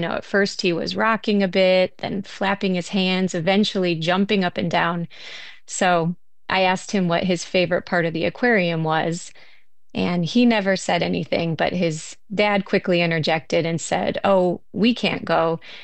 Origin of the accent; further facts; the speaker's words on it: Wisconsin, United States; Yeah, I fell in love with the ocean at a young age, and I'm from Wisconsin, so that was through aquariums.